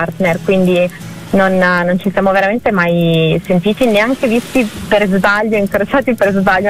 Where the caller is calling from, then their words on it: Milan, Lombardy, Italy; Adesso sto al nord, sarei di Milano, ma mi sono trasferita qualche anno fa a Varese.